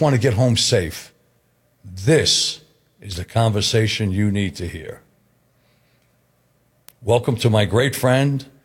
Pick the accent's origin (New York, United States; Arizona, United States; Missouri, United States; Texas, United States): New York, United States; New York City; Both of us growing up in the Bronx.